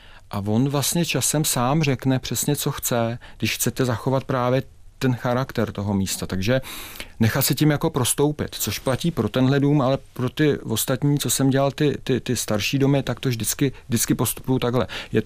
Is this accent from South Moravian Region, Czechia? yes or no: no; Prague, Czechia; Já mám, protože jsem pocházím z Prahy 1 a celá moje rodina, tak já vlastně samozřejmě mám nejradši prostě Staré Město a Malou Stranu. Já jsem rozený Malostraňák ze Zámeckých Schodů.